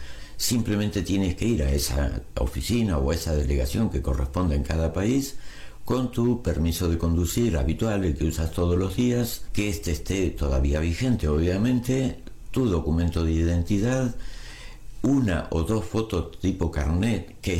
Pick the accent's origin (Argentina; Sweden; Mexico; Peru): Argentina; now in Spain; en mi país, en Argentina